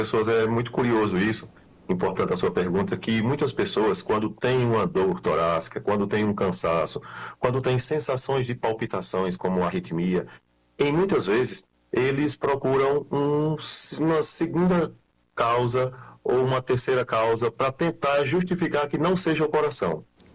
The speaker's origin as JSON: {"language": "Portuguese", "town": "Serra Talhada", "region": "Pernambuco", "country": "Brazil", "said": "Sim, eu sou de Serra Talhada, eu sou da capital do Chachado. Então aqui o forró reina, né?"}